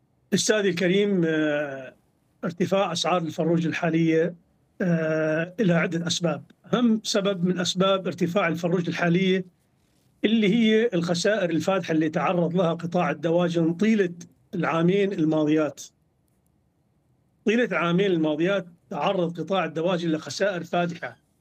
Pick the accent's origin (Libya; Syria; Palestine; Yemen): Syria; عندنا في سوريا